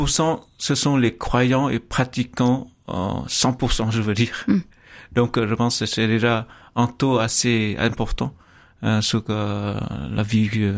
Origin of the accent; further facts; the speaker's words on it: Vietnam; French is a second language; moved away as an adult; also born or lived in Paris / Montpellier; now in France; je suis né au Vietnam en 1992. Ça fait il y a quelques années, mais en fait je suis rendu et j'ai été baptisé très petit, 3 jours après ma naissance.